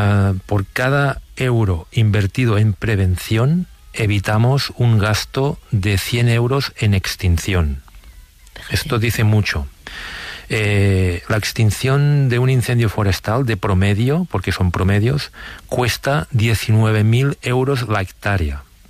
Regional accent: Sant Sadurní d'Anoia, Catalonia, Spain

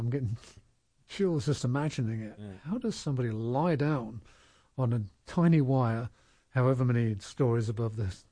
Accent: London, United Kingdom; growing up in London was frustrating

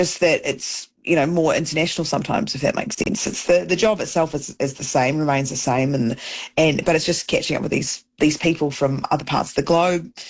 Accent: New Zealand; I'm not the only Kiwi.

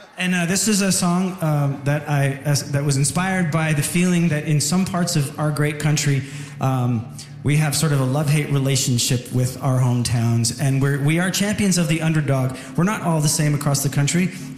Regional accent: Winnipeg, Manitoba, Canada; you're a lot like my hometown of Winnipeg, Manitoba.

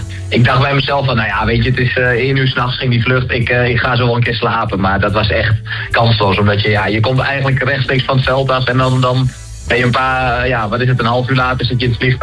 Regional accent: Overijssel, Netherlands; Ja, ik kom uit Twente. Daar zeggen ze van, doe maar normaal.

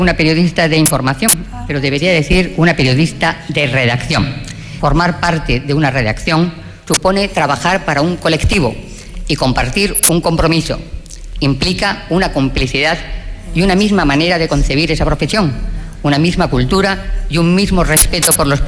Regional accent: Madrid, Community of Madrid, Spain; born there

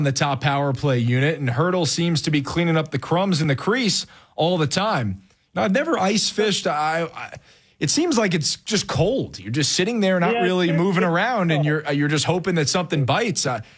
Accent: New York, United States; I'm from New York.

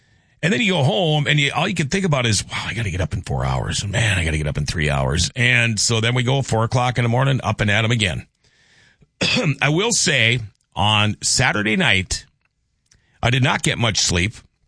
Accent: Minnesota, United States; I'm a Minnesotan.

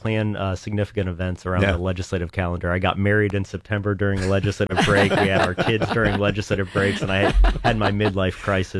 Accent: Ohio, United States; And I'm originally from Eastern Ohio, so I didn't really have ties to the Central Ohio area

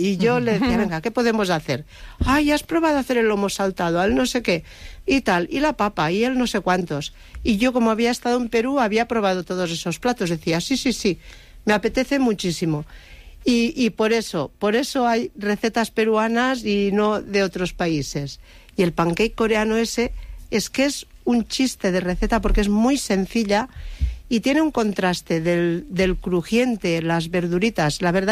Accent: Lleida, Catalonia, Spain; Y yo soy de Lleida, entonces el día que hay un nubarrón ya estamos preparando las bolsas y las botas para ir a por caracoles.

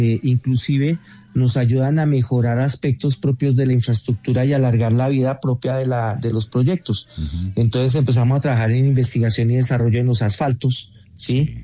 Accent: Colombia; Critica para nosotros como colombianos.

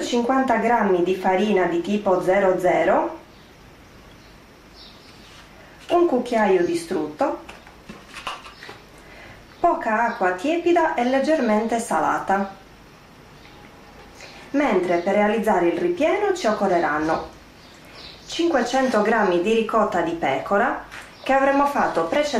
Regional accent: Sardinia, Italy; Oggi realizzerò un dolce tipico della mia terra, ossia le pardule sarde, o come si dice nel mio dialetto, is pardulas.

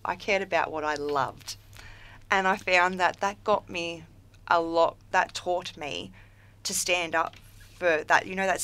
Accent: Morwell, Victoria, Australia; I came from Morwell. I did come from Morwell. So I've grown up around Latrobe Valley.

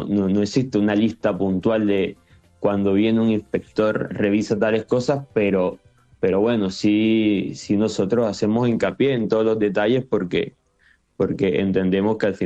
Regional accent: Colombia; lo que más está de Colombia o lo que más está de donde vengo yo es sin duda el uso de las frutas.

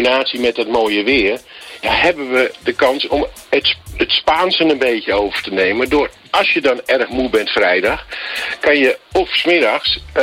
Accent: Amsterdam, North Holland, Netherlands; Daar is wel een lijn, maar wij komen uit Amsterdam.

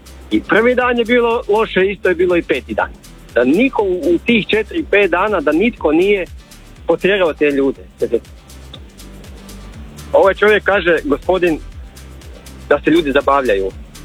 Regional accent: Malinska, Primorje-Gorski Kotar County, Croatia; A znate šta bi ja volio reći, ja sam iz Malinske, ono što je čudno...

